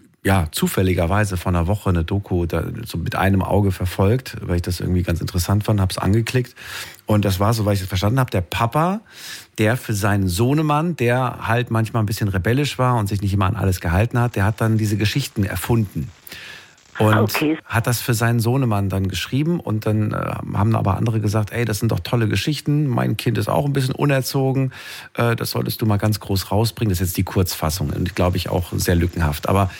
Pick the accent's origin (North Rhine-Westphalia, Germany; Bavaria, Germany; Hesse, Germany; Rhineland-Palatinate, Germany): Hesse, Germany; Ja, na, du, ich bin Hesse